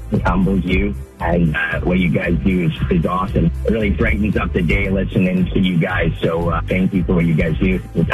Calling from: Mission, British Columbia, Canada; I'm calling from Mission, BC.

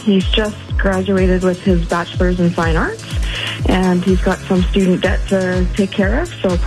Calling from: Chilliwack, British Columbia, Canada; I'm calling from Chilliwack.

